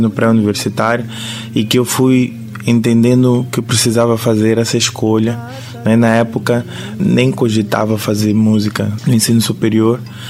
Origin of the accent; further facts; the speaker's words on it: Maputo, Maputo City, Mozambique; now in Brazil; Eu nasci em Maputo, em 96, no Hospital Central. Fui criado em Maputo